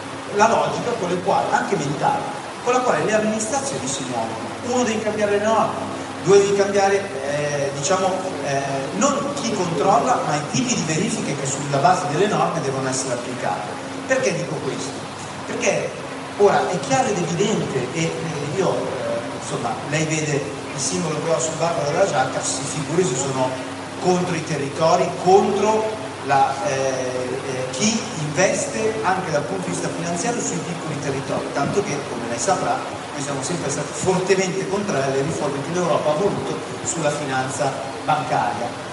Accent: Lombardy, Italy; sono lombardo

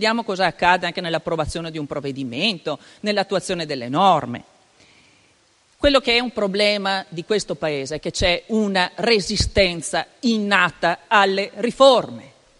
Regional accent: Veneto, Italy; Abbiamo una forte identità. Abbiamo la voglia di distinguerci come veneti, perché siamo orgogliosi di esserlo.

